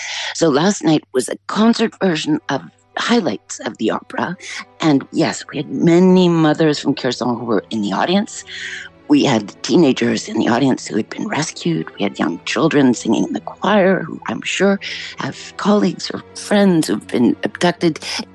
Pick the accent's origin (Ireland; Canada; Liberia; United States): Canada; So I'm very proud of my Canadian roots. I grew up in Canada